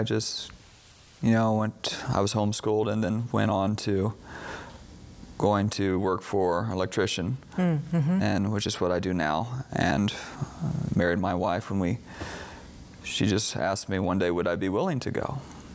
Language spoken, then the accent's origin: English; United States; I grew up in Alabama, Georgia area, and I grew up in church.